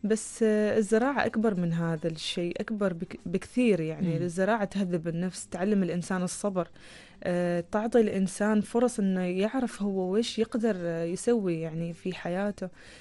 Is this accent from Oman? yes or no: yes; Oman; هنا عندنا في عمان.